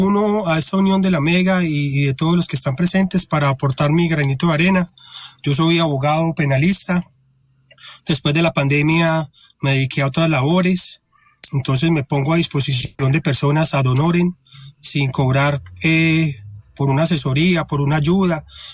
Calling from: Armenia, Quindío, Colombia; me comunico desde Armenia, Quindío.

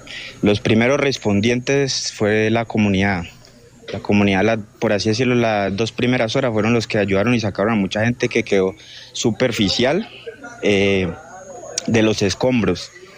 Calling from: Cali, Valle del Cauca, Colombia; soy rescatista de la Defensa Civil y estoy ubicado en Cali en este momento.

